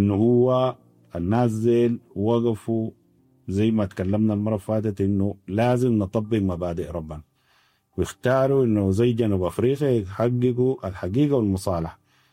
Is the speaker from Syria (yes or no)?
no; Sudan; إحنا كسودانيين